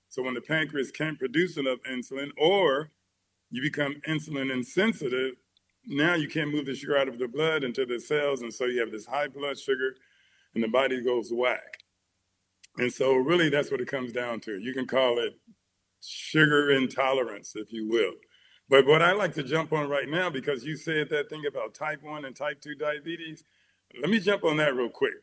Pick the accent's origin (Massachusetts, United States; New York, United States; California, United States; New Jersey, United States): California, United States; Los Angeles; I'm number 10 of 12 kids. I grew up in Watts, South Central, whatever you want to call it. But anyway, we were welfare recipients.